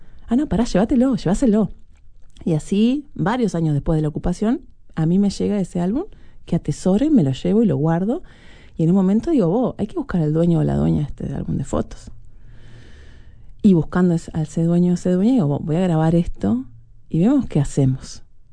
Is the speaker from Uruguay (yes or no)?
yes; Montevideo, Uruguay; also born or lived in Buenos Aires; now in New York, United States